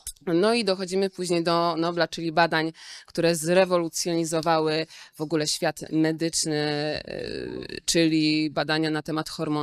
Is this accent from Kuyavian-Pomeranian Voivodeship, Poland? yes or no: yes; Włocławek, Kuyavian-Pomeranian Voivodeship, Poland; Zamieszkiwał wtedy na Zawiślu, zresztą skąd pochodzę.